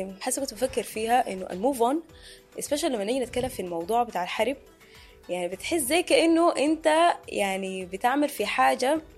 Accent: Sudan; moved away; احنا كسودانيين

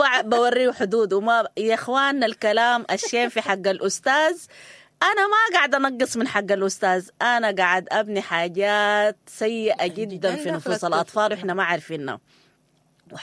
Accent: Sudan; بالضبط ده اللي احنا اعتدنا عليه يا ناس كسودانيين كتير

